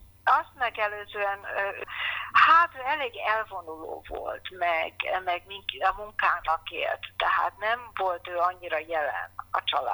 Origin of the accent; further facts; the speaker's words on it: Canada; born there; first language English; Hungarian is a second language; mi évente jártunk nyaranta vissza Magyarországra, ugye én Kanadába születtem.